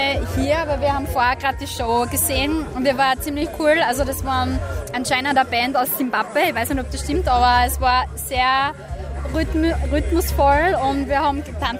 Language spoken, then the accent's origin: German; Graz, Styria, Austria; Ja, wir sind aus Graz.